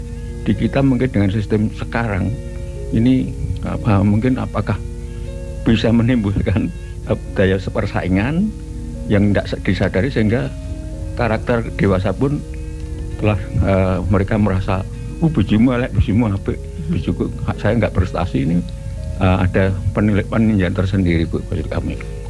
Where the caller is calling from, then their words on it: Wonosari, Special Region of Yogyakarta, Indonesia; saking Wonosari Gunung Kidul.